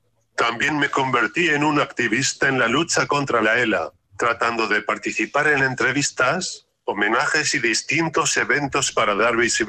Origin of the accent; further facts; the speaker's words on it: Castile and León, Spain; Estábamos de vacaciones en mi pueblo de Salamanca.